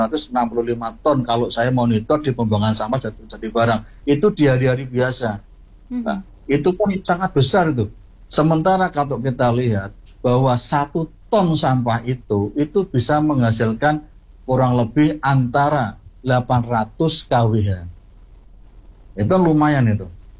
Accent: Semarang, Central Java, Indonesia; saya berharap nih sebagai warga Kota Semarang

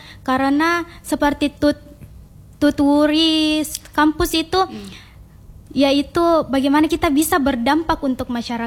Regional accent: South Sulawesi, Indonesia; Saya berasal dari Kabupaten Jeneponto.

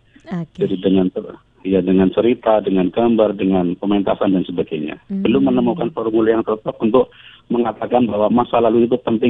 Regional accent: Banyumas, Central Java, Indonesia; karakter-karakter leluhur kami di Banyumas

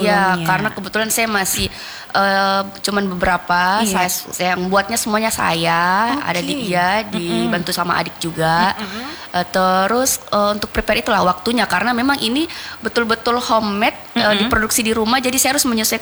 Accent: Sulawesi, Indonesia; sebenarnya saya orang Sulawesi asli. Sebenarnya orang Sulawesi Bapak Bugis, Mama Makassar.

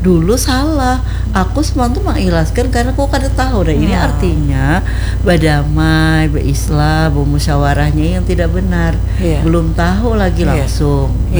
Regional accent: Banjar, South Kalimantan, Indonesia; orang kita Banjar

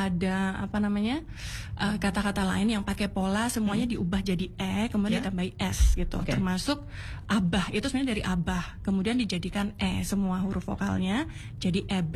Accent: Java, Indonesia; kita tuh orang Jawa

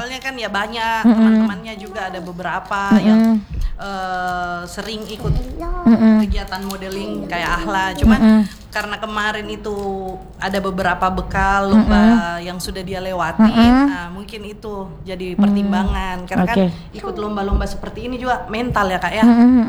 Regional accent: South Sulawesi, Indonesia; Memang udah lama dari kecil tinggalnya di Sulawesi Selatan

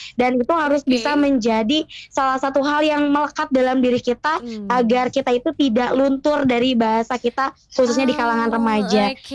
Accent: Bandung, West Java, Indonesia; born there; Kalau lahir sih Bandung ya Kak Gina, okay. Tapi kalau keluarga asli Jawa Tengah nih.

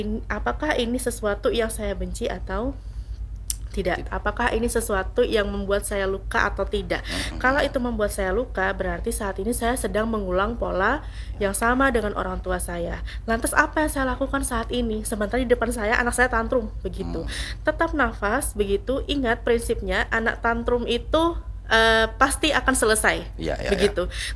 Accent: Banjar, South Kalimantan, Indonesia; kita orang Banjar

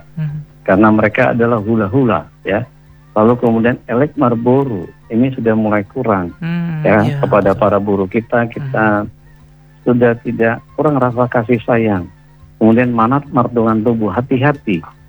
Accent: North Sumatra, Indonesia; saya sebagai putra Batak

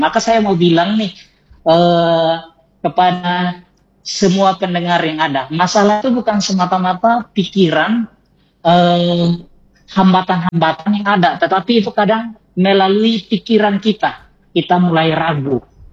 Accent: Indonesia; moved away; saya pribadi sebagai anak kampung, oh ya, pendengar semuanya, saya lahir di kampung. Nah, saya lahirnya di kampung Oelufa. Nah, Oelufa. Terus itu satu kampung di daerah Kecamatan Lohulu.

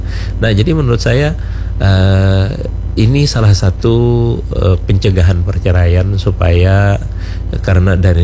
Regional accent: Banjar, South Kalimantan, Indonesia; Kita orang Banjar mulai zaman dulu ada.

